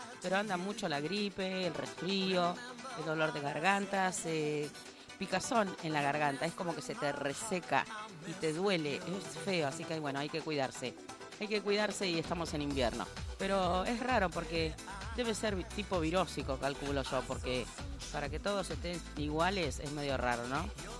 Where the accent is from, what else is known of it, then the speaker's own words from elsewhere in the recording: Argentina; así somos los argentinos.